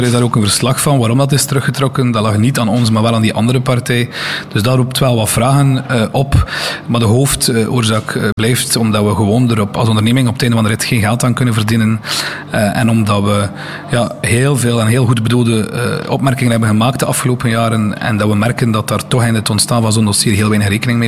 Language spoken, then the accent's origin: Dutch; Ostend, West Flanders, Belgium; hoeveel pijn dat doet als Oostendenaar